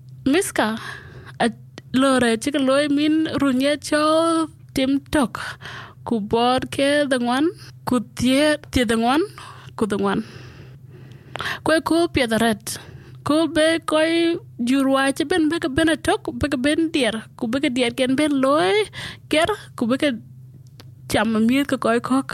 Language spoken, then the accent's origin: English; South Sudan; now in Alice Springs, Australia; I am a member from the Sesanese community. I've lived in Alice Springs for 7 years